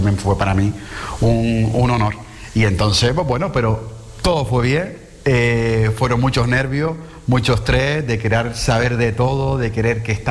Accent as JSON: {"language": "Spanish", "town": "Las Palmas de Gran Canaria", "region": "Canary Islands", "country": "Spain", "said": "por servir a la gente de mi ciudad. Porque amo Las Palmas de Gran Canaria, soy orgulloso de donde soy."}